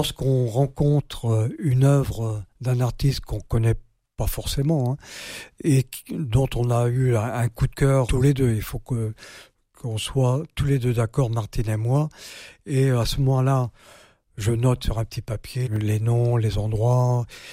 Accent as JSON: {"language": "French", "region": "Pays de la Loire", "country": "France", "said": "chez nous en Vendée"}